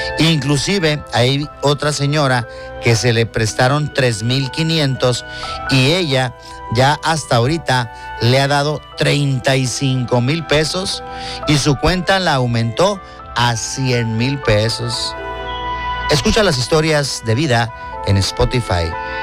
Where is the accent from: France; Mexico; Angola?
Mexico; Villa Ahumada, Chihuahua; Les cuento que somos alrededor de 50 personas en esta situación. Somos de Villa Ahumada, Chihuahua. Vivimos en una comunidad perteneciente a este municipio.